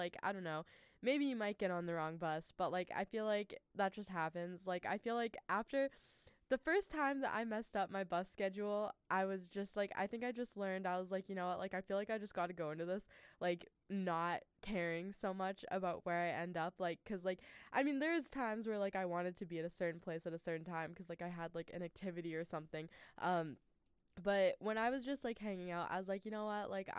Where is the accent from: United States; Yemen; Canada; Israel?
Canada; Prince George, British Columbia; born or raised there